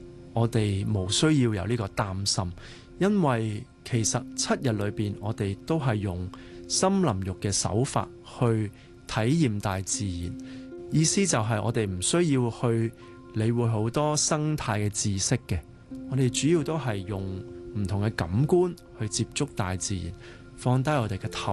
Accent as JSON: {"language": "Cantonese", "country": "Hong Kong", "said": "我哋嚟自香港啦"}